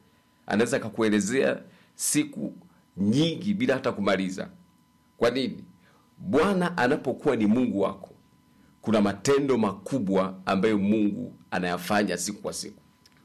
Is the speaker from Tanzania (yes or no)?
yes; Njombe, Tanzania; Kule kwetu miaka ya nyuma kule Njombe